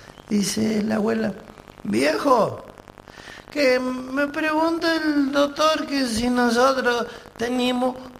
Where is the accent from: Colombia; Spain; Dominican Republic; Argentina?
Argentina; Barrancas, Mendoza; mi pueblo, Barranca tiene una iglesia chiquita